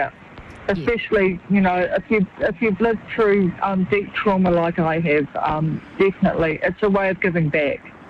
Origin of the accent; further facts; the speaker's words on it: Auckland, New Zealand; now in Huntly, New Zealand; I've been a Christian since 1977. I'm originally from Auckland. I live down in Huntley now.